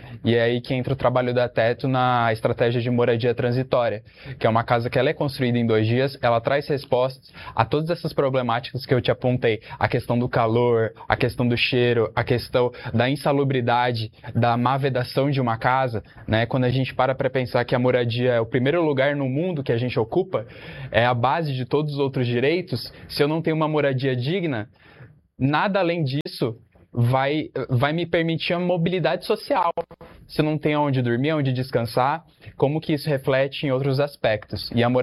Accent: São Paulo, Brazil; Eu fui criado na Zona Oeste, região próxima ali de Pinheiros, então é uma realidade totalmente distante da minha.

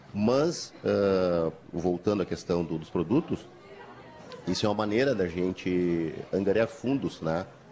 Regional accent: Bagé, Rio Grande do Sul, Brazil; Eu sou de Bagé.

